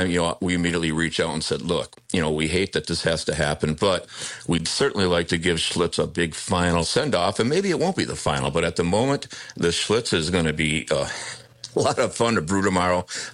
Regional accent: Wisconsin, United States; I'm from Wisconsin, and I used to drink the dregs of the bottles that were in the empty case.

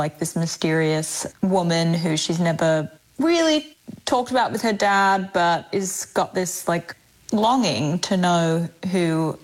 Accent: Australia; accent: Australian; You know, if it was like my Australian accent, they'd be like, lock her up, you know?

